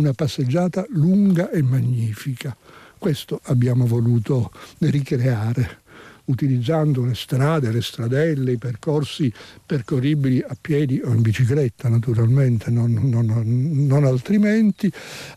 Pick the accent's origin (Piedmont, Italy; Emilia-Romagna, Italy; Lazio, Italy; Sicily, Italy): Sicily, Italy; tutto questo lo sappiamo da siciliani